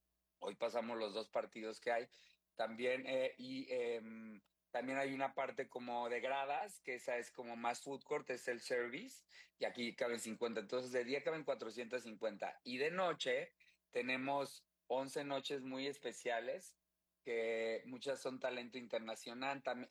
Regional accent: Mexico; como los mexicanos lo sabemos hacer

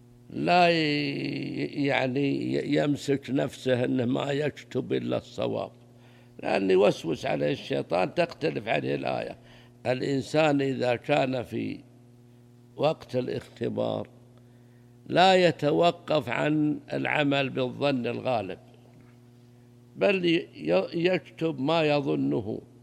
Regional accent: Saudi Arabia; بينما هو عندنا في السعودية كان قديما يعني 1200 قبل 3 سنوات

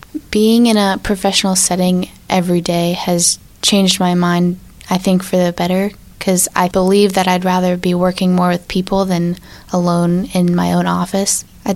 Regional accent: Bedford, Pennsylvania, United States; because I come from Bedford, and just talking with them taught me there's so much more in Bedford that I didn't even know about, and I grew up there.

